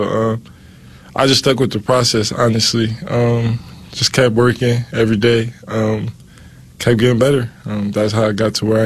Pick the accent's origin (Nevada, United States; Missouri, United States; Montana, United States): Nevada, United States; Las Vegas; moved away as an adult; now in Nebraska, United States; born and raised in Vegas